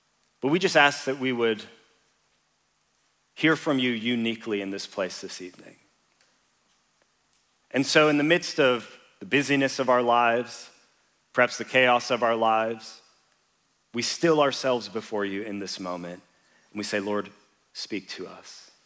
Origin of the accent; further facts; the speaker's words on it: Canada; accent: Canadian; now in Linköping, Sweden; I'm not originally from Linköping, believe it or not. This is not Okhotsk that you are hearing right now. This is English spoken with a Canadian accent, which is by far the most beautiful kind of English there is.